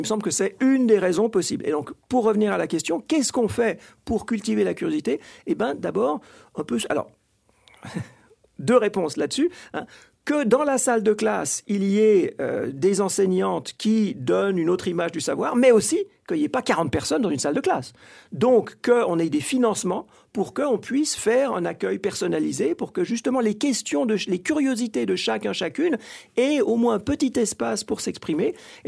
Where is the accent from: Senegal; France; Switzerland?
Switzerland; also born or lived in United States; Et comme je disais, je viens de Suisse, j'ai longtemps enseigné aux États-Unis